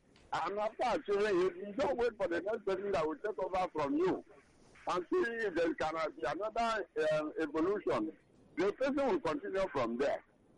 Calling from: Okota, Lagos, Nigeria; is calling from Okota.

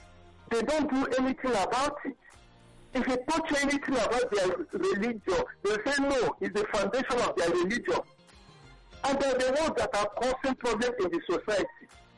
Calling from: Canada; I'm calling from Canada.

